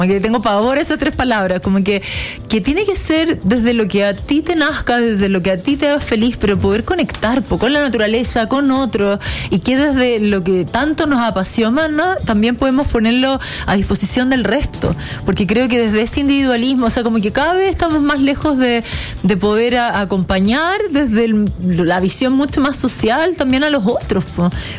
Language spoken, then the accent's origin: Spanish; Chile